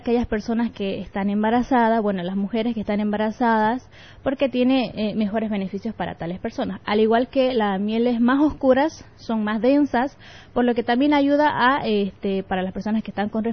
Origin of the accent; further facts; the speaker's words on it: Caraparí, Tarija, Bolivia; Yo vengo de Tarija, Carapari. Asimismo, pertenezco a la federación, que es la FRAG, del Gran Chaco, donde estamos Carapari, Yacuiba y Villamontes.